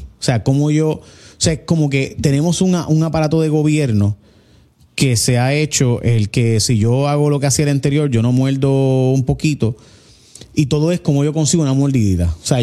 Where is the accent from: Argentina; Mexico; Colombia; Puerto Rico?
Puerto Rico; ¿Qué pasó, mi pueblo, mi país, mi gente tan adorada y querida?